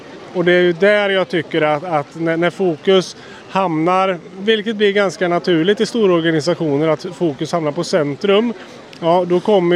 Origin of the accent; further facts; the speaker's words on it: Mariestad, Västra Götaland County, Sweden; Jag är från Mariestad.